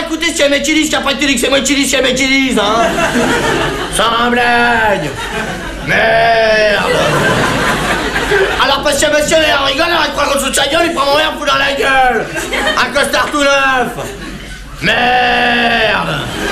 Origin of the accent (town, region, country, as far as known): France